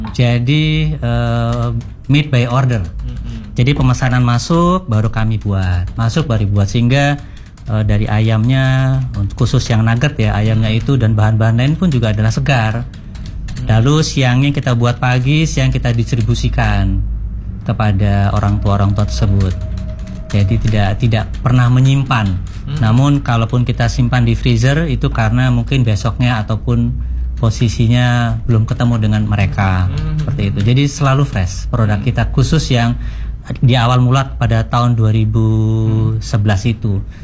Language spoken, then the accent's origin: Indonesian; Central Java, Indonesia; now in Surabaya, Indonesia; Ya, dari Jawa Tengah.